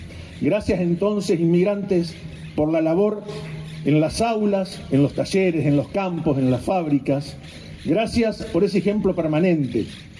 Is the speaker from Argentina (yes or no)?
yes; Argentina; tenemos la explicación de lo que somos la Argentina